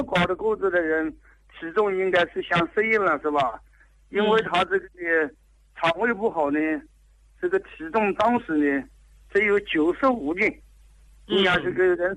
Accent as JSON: {"language": "Chinese", "region": "Jiangsu", "country": "China", "said": "所以大米饭呢，我们江苏这边的吃的大米饭是吧？一般都是以大米为主了，是吧？不是像东北那边啊，是高粱啊"}